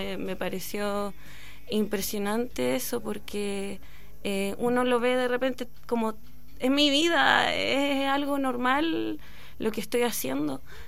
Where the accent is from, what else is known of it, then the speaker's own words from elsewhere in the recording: Valparaíso, Chile; also born or lived in Santiago; yo salí del Liceo 2 de Niñas y de Valparaíso, y me puse a trabajar al tiro, y prácticamente fue al tiro de promotora. Entonces trabajé acá y trabajé en Santiago